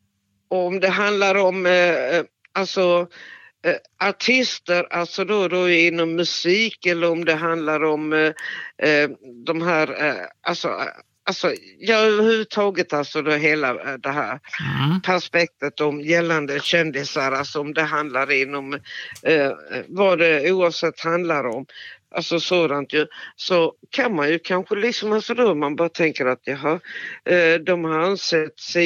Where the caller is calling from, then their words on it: Svalöv, Skåne, Sweden; Svalöv i Skånes kommun.